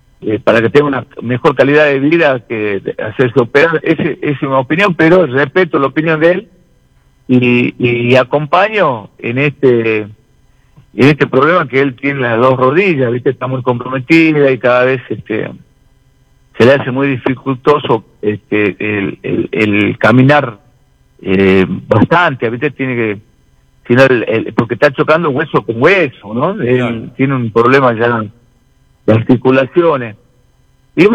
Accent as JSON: {"language": "Spanish", "country": "Argentina", "said": "uno como argentino quiere ganar"}